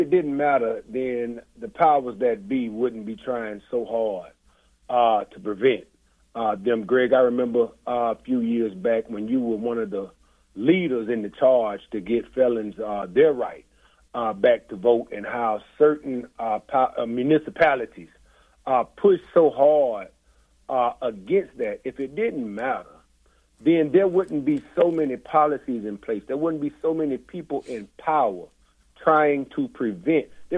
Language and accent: English; Tallahassee, Florida, United States; born and raised in Tallahassee.